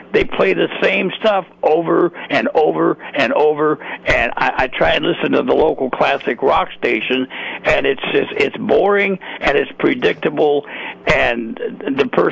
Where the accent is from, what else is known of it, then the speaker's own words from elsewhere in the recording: San Luis Obispo, California, United States; Oh yeah. I mean, growing up in San Luis Obispo, I was a cruiser from 62 to 64.